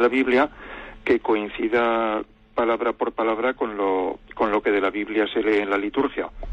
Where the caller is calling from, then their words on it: Zaragoza, Aragon, Spain; de Zaragoza.